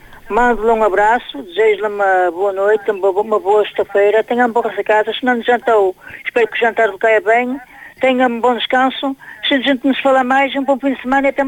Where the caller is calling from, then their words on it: Aveiro, Portugal; que eu também sou do norte, mas eu sou mais do norte do que eu, porque eu sou de Amarante, e eu sou aqui do distrito de Aveiro. Mas também não deixo de ser do norte.